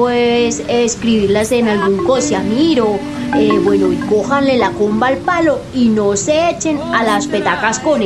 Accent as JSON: {"language": "Spanish", "country": "Colombia", "said": "Pues saber que todos somos colombianos, pero dependiendo de la región, nos expresamos de formas distintas."}